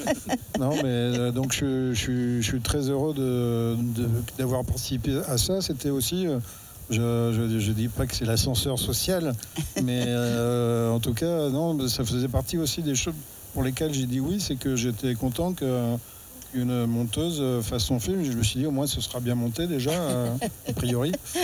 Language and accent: French; Mauritius; je suis mauricien, moi.